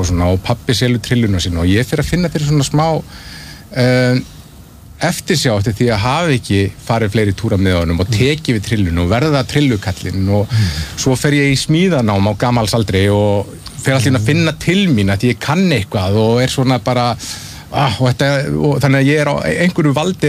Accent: Patreksfjörður, Westfjords, Iceland; ég er frá Patrísfirði ég er bara sjávarþorpi

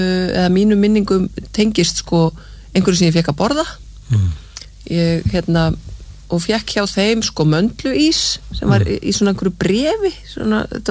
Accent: Reykjavík, Capital Region, Iceland; ég auðvitað fættu uppalinn í Vesturbæ Reykjavíkur og bjó fyrstu tvö árin á Fálkagötunni

